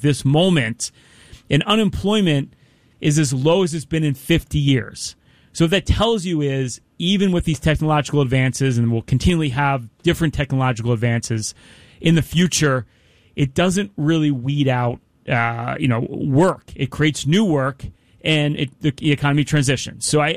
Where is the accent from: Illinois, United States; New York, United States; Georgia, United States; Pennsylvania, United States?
Pennsylvania, United States; Philadelphia; You know, and I'm a simple man, Brian. You know, I'm from Philadelphia. I got to keep it simple.